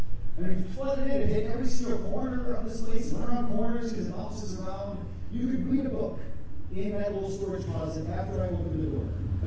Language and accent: English; Madison, Wisconsin, United States; I want to start by telling you that I grew up near Madison, Wisconsin. A little farmhouse, we had a farm ourselves. It was this old farmhouse.